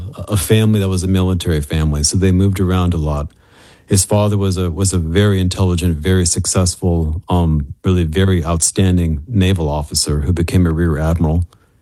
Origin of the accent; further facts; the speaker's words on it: Miami, Florida, United States; born there; I was born in on October 7, 1970 in Miami, Florida, just about a mile and a half away from the Dade County Courthouse